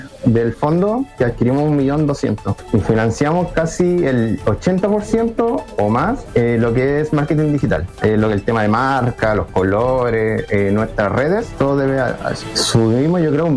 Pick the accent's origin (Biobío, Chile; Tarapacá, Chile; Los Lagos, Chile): Tarapacá, Chile; Iquique; soy iquiqueño.